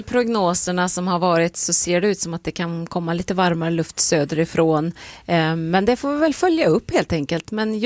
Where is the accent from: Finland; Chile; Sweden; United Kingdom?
Sweden; När det är mina hemtrakter.